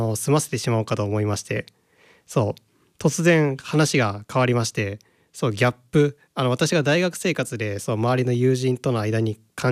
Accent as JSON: {"language": "Japanese", "region": "Okayama", "country": "Japan", "tie": "born or raised there", "said": "私の地元の岡山県と同じくウェブプロジェクト の木村さん の出身県である群馬県の"}